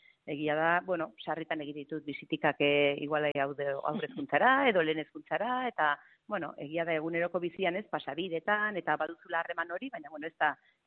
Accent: Bergara, Basque Country, Spain; born there; now in Lakuntza, Spain; Ni berez jaiotzez bergara naiz, baina Malixarrengokoa, eta, bueno, pues, denbora asko eta asko pasadugu sakanan, eta hori, orain lakuntzan

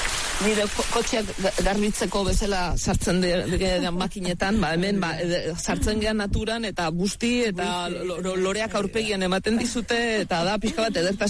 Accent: Astigarraga, Basque Country, Spain; Ni txikitan pentsatzen badet, ba nere oroitzapena beti daude Astigarragakoa naiz, Antillo Mendin, da belarretan, eta nola etxeak egiten genituen, eta, osea, nere haurtzaroa natura da.

